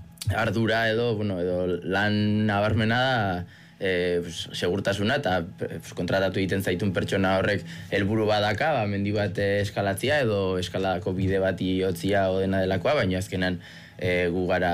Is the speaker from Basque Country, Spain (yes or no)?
yes; Vitoria-Gasteiz, Basque Country, Spain; Gazteiztarra naiz